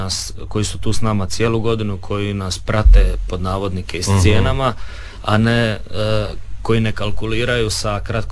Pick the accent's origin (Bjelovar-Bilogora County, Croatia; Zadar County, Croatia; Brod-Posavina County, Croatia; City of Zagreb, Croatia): Zadar County, Croatia; Škabrnja; ja dolazim isto iz Škabrnje